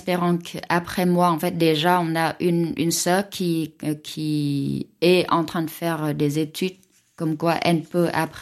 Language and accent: French; Vietnam; French is a second language; moved away as an adult; now in Chartres, France; on est toutes vietnamiennes.